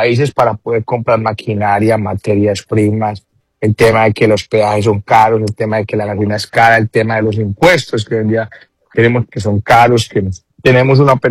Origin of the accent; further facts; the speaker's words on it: Colombia; voy a tratar de primero impulsar mi país, que es donde, pues, que es de donde soy